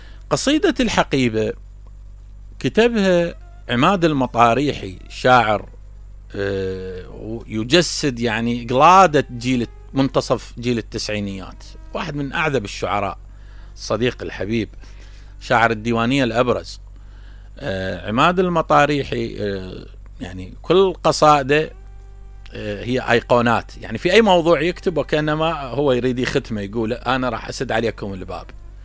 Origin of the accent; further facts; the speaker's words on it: Iraq; هنا عندنا بالعراق